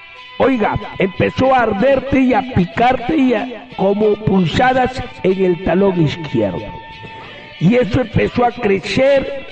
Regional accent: Cañaris, Lambayeque, Peru

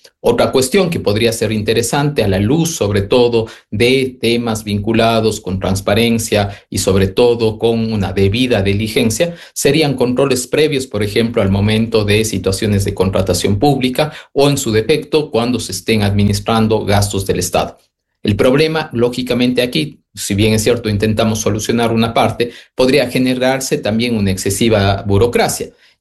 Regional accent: Ecuador

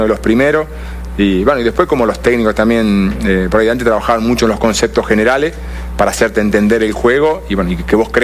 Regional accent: Rawson, Chubut, Argentina; also born or lived in Rosario; yo soy oriundo de Rawson, de Chubut.

